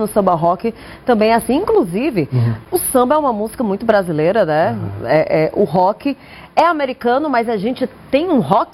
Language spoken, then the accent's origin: Portuguese; Northeast Region, Brazil; eu sou nordestina.